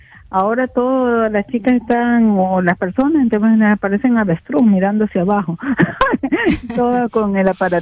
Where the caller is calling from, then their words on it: Southwest Ranches, Florida, United States; Sahuas Ranches, de Broward, cerca de Weston.